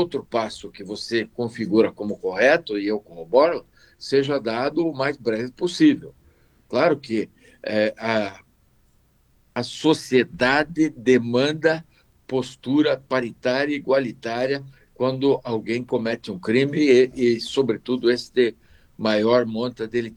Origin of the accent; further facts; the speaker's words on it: Paraná, Brazil; Nós somos paranaenses, Nós somos brasileiros